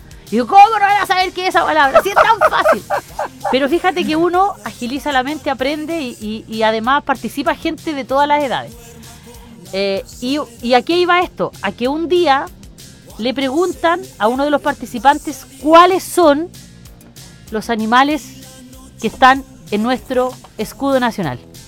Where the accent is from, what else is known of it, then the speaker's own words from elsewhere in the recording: Chile; no somos chilenos solamente en septiembre, yo siempre digo.